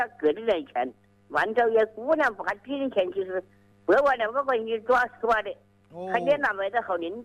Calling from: Gong'an, Hubei, China; 我是湖北省公安县狮子口镇红枫一座。

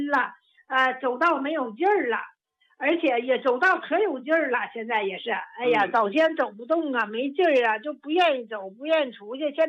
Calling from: Harbin, Heilongjiang, China; 我是哈尔滨的老患者了

